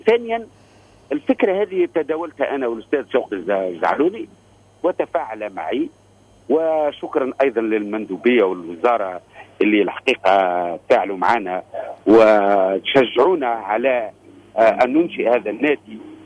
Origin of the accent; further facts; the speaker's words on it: Tunisia; وأنا باعتباري ولد الحومة ودرست في المدرسة وعندي تجربة كبيرة مع القدامى والجدد